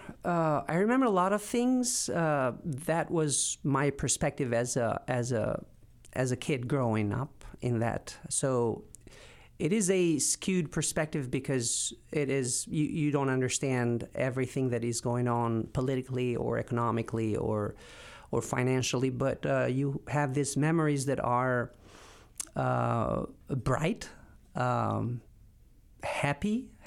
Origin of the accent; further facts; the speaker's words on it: Tirana, Tirana County, Albania; also born or lived in New Jersey; now in Vermont, United States; I was born in Tirana. Albania at the time was a communist country.